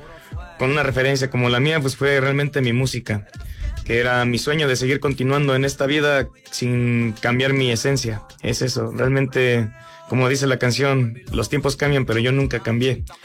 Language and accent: Spanish; Tezontepec de Aldama, Hidalgo, Mexico; dicen que soy oriundo de Tezontepec